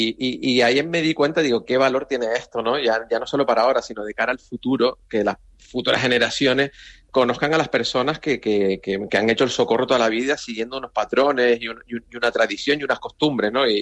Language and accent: Spanish; Güímar, Canary Islands, Spain